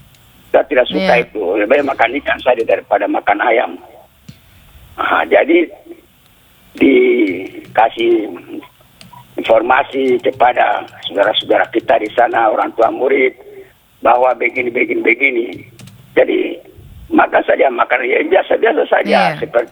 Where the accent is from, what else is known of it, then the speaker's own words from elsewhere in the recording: Papua, Indonesia; kita orang Papua ini pintar.